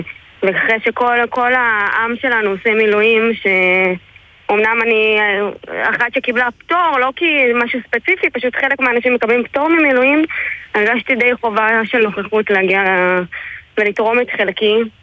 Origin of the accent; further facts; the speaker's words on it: Northern District, Israel; דור בן שמחון, אנחנו מכירות אותו, אנחנו פה מהעמק.